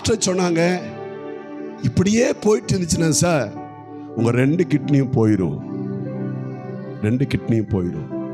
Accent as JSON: {"language": "Tamil", "region": "Kerala", "country": "India", "tie": "born or raised there", "said": "என்னுடைய சொந்த ஊர் கேரளா, பக்கத்தில் இருக்குதான ஒரு சின்ன ஊர் கிராமம்"}